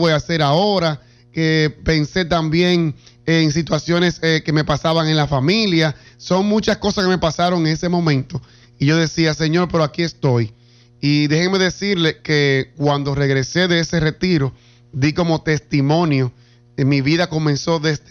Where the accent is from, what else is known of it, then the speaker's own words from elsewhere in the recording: Santiago, Dominican Republic; Yo soy nativo de La Canela, en especial de Atillo San Lorenzo, de La Canela.